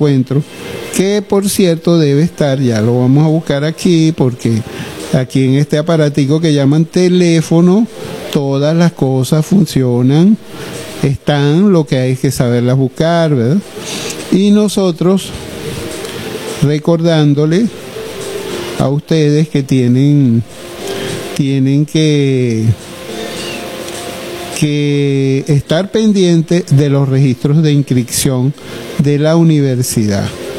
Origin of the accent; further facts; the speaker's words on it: Los Llanos, Venezuela; porque somos llaneros, porque estamos en la puerta del llano